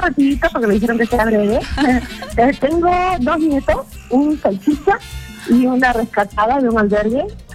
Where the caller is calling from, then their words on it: Arequipa, Peru; llamo desde Arequipa.